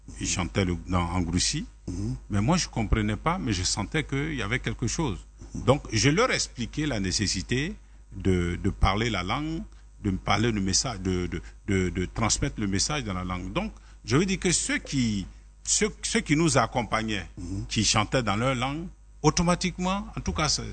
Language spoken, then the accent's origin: French; Daloa, Sassandra-Marahoué, Côte d’Ivoire; Vavoa, et je suis né à Daloa, où j'ai appris à parler quand même la langue bété, que je comprends, même si je ne parle pas couramment, mais je comprends.